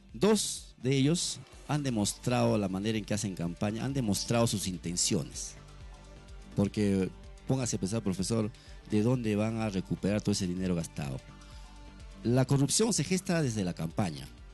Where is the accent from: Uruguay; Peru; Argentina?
Peru; San Luis; born there; moved away as an adult; Es mi pueblo, es el lugar que me vio a nacer. Le tengo tanto cariño, tanto amor a mi pueblo, que me voy a quedar aquí hasta el final.